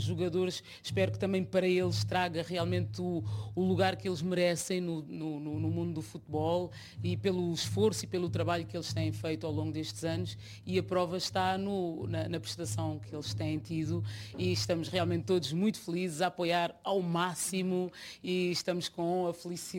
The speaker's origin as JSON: {"language": "Portuguese", "town": "Oeiras", "region": "Lisbon", "country": "Portugal", "tie": "born or raised there", "also_born_or_lived": "Algés", "said": "foi em Oeiras que eu cresci, nasci em Lisboa, ali na maternidade Alfredo da Costa"}